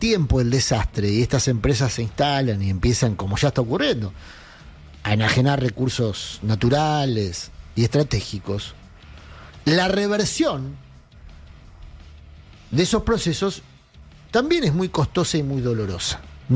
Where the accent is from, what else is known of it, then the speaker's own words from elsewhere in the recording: Argentina; me tocó vivir y narrar como periodista y como ciudadano argentino